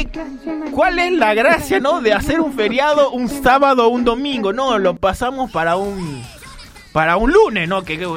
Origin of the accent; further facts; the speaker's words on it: Paraguay; Porque soy paraguayo y bueno, el frío no me detiene.